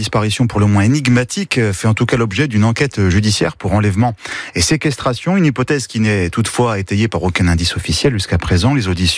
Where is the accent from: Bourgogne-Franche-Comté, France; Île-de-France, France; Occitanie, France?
Bourgogne-Franche-Comté, France; Et on rappelle que le centre Athénas est basé dans le Jura, chez nous, en Franche-Comté.